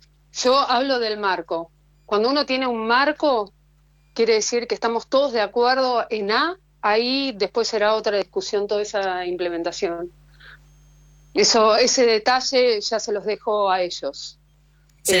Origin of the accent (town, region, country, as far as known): Argentina